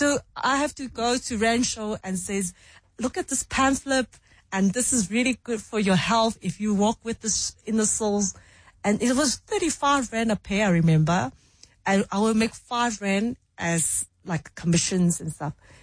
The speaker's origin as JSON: {"language": "English", "country": "Hong Kong"}